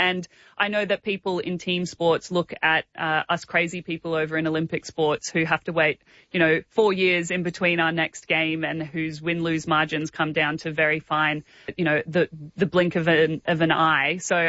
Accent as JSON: {"language": "English", "region": "Queensland", "country": "Australia", "said": "I'm a Queenslander. It's a great time to be a Queenslander."}